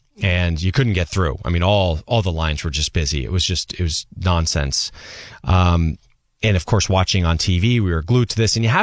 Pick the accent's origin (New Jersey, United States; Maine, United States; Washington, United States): New Jersey, United States; I could see them from my street where I grew up in New Jersey.